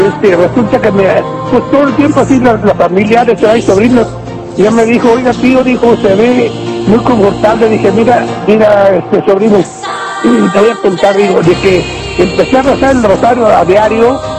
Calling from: Dixon, California, United States; yo vivo en Dixon, California.

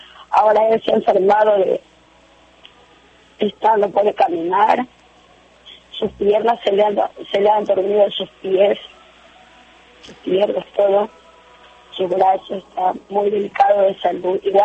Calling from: Portoviejo, Manabí, Ecuador; De Puerto Viejo, provincia de Manaví.

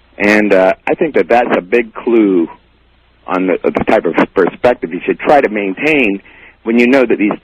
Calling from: St. Petersburg, Florida, United States; I'm … from St. Pete, Florida.

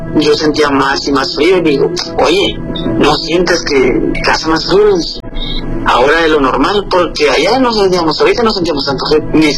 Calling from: Hermosillo, Sonora, Mexico; Desde Hermosillo, Sonora.

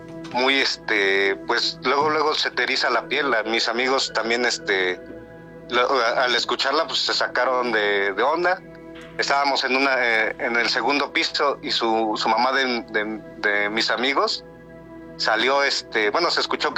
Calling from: Mexico City, Mexico; Los escucho desde Xochimilco.

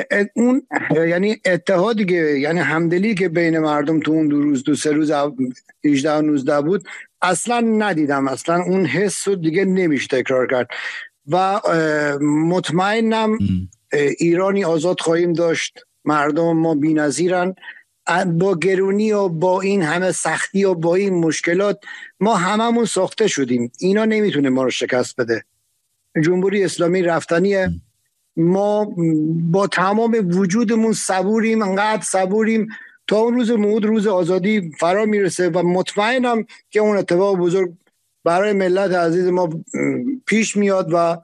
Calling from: Mazandaran, Iran; من از مازندرانم

